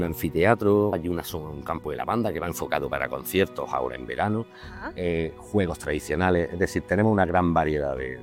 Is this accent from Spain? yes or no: yes; Fuentepiedra, Andalusia, Spain; Yo soy de Fuentepiedra